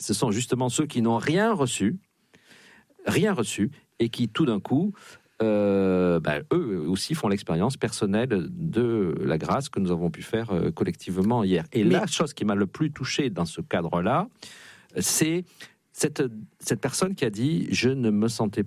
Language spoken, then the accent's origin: French; Nouvelle-Aquitaine, France; ou encore plus venir du côté de chez moi dans le Béarn, où il a aussi des racines.